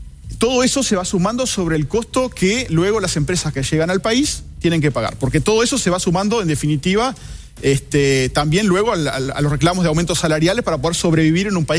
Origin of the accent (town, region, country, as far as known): Uruguay